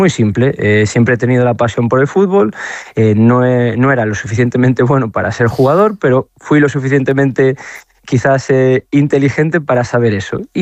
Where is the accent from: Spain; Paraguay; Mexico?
Spain; Ourense, Galicia; moved away as an adult; also born or lived in A Coruña; now in Istanbul, Turkey; Eso es, yo es que soy de Ourense, como tú has dicho, pero yo me voy a estudiar la universidad